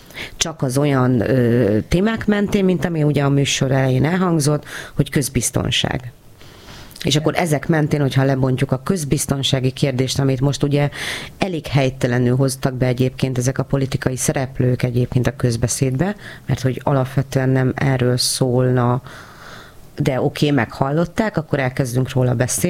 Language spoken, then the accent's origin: Hungarian; Hungary; mi magyarok vagyunk.